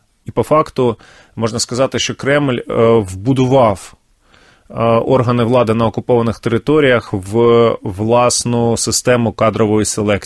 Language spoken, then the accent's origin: Ukrainian; Luhansk Oblast, Ukraine; з моєї рідної Луганщини